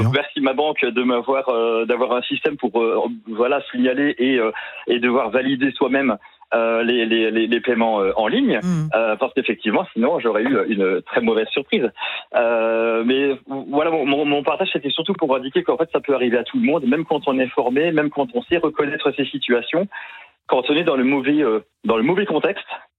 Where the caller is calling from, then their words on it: Valenciennes, Hauts-de-France, France; Je vous appelle du Nord, de Valenciennes exactement.